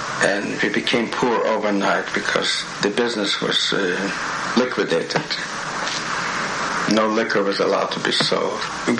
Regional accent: Vilnius, Vilnius County, Lithuania; I was born in Vilna in 1907. had a very happy childhood.

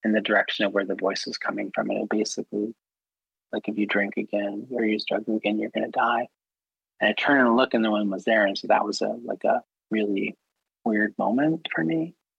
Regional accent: Minneapolis, Minnesota, United States; I was raised in South Minneapolis in the 60s and 70s during a time of like the civil rights movement and the creation of AIM.

